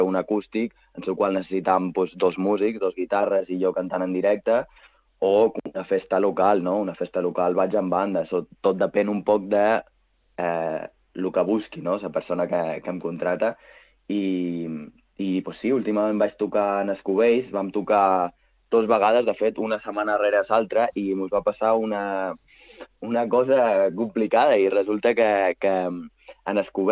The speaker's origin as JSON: {"language": "Catalan", "town": "Jesús", "region": "Balearic Islands", "country": "Spain", "said": "Jo soc de Jesús."}